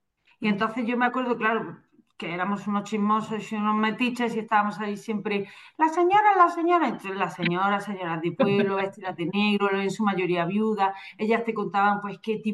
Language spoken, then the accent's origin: Spanish; Andalusia, Spain; yo que soy de Andalucía, nosotros tenemos una conexión con el mar muy grande